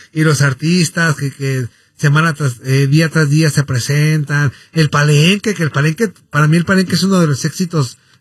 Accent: Guadalajara, Jalisco, Mexico; Porque para los que somos tapatíos, a mí sí me emociona el tema de las fiestas de octubre

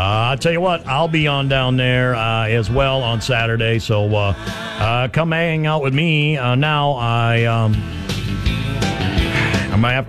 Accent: Aurora County, South Dakota, United States; now in Yankton, United States; I grew up in Aurora County where time is just a concept.

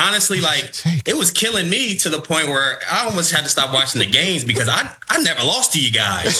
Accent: Indianapolis, Indiana, United States; So I'm from Indianapolis, so I'm familiar with the area.

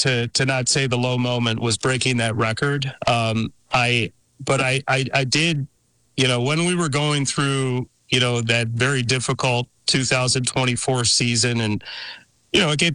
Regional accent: Detroit, Michigan, United States; You know, I grew up in Detroit, and, you know, I'm a Lions fan.

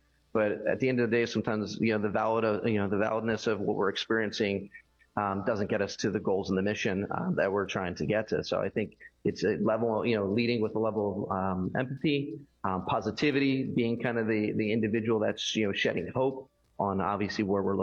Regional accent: Philadelphia, Pennsylvania, United States; moved away as an adult; they still live here in the same house that I grew up in South Philadelphia.

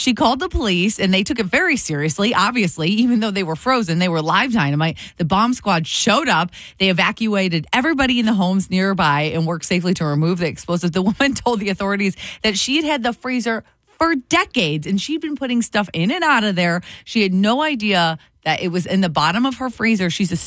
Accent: Michigan, United States; my home state of Hell, Michigan.

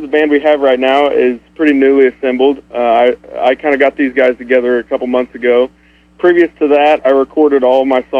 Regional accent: Warsaw, Missouri, United States; also born or lived in New Mexico / Texas; I'm from Warsaw, Missouri.

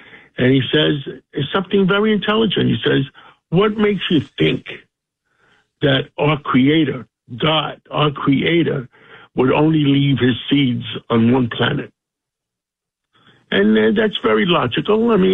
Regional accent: Harlem, New York, United States; And being from the poor side of town, growing up in Harlem, the one thing that did impress me about being up there, the grass was so green.

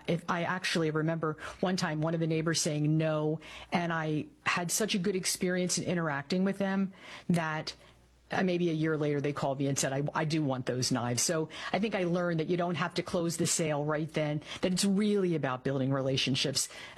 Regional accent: Philadelphia, Pennsylvania, United States; I am from the far northeast, Philadelphia, and I'm the oldest of three.

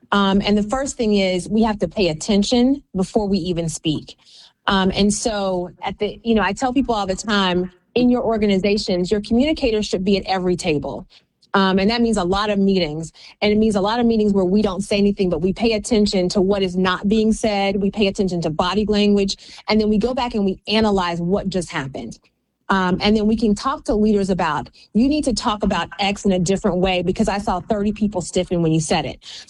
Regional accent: Athens, Georgia, United States; born or raised there

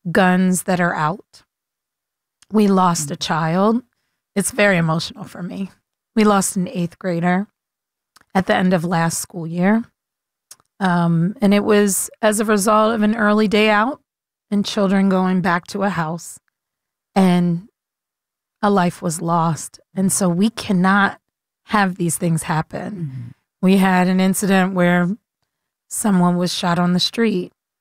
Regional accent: Baltimore, Maryland, United States; I grew up in Baltimore.

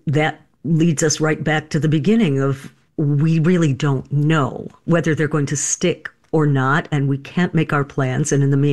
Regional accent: United States; I'm the ugly American. I have a Michigan license plate.

